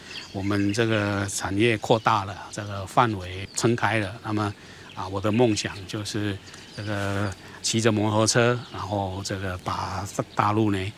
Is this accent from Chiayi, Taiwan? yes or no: yes; Chiayi, Taiwan; now in Xiamen, China; 台湾嘉义虽然也是我的故乡，但是这里是我更老的这个故乡